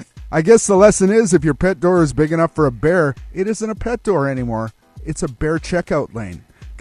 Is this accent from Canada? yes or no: yes; Canada; I am so Canadian